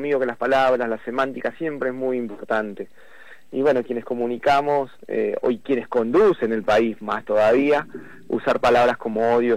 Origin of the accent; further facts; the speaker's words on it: Rafaela, Santa Fe, Argentina; como rafaelinos y como argentinos